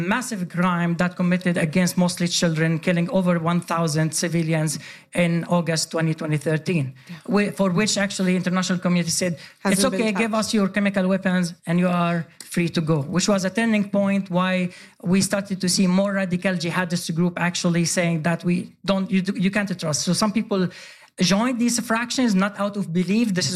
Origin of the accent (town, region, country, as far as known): Sweden; born or raised there